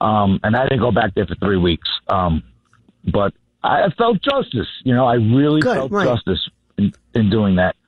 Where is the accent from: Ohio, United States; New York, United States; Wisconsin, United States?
New York, United States; New York City; I've been here in Bayside for about 27 years now. I mean, I grew up in Flushing, so I'm a Queens born and raised.